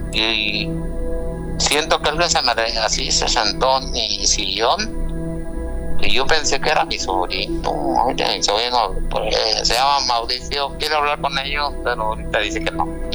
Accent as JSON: {"language": "Spanish", "region": "Guanajuato", "country": "Mexico", "lives_now": "Chicago, United States"}